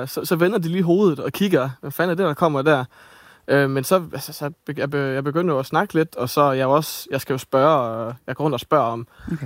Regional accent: Ebeltoft, Central Denmark Region, Denmark; jeg er jo fra Østjylland, ude fra Ebeltoftdag, og så tænkte jeg, altså, hvorfor ikke Jylland?

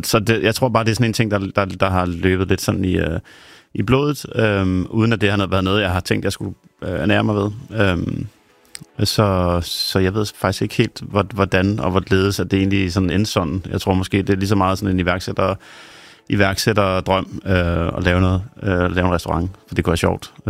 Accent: Rønne, Capital Region of Denmark, Denmark; born there; Det er i Rønne, ja.

